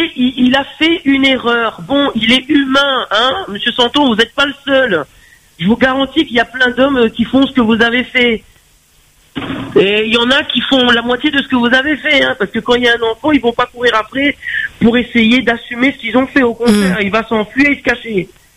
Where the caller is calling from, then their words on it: West of Réunion, Réunion; je viens de l'Ouest